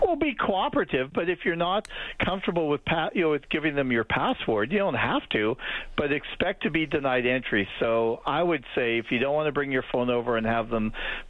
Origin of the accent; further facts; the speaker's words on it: Canada; So even though I am a Canadian, I'm not a Canadian lawyer.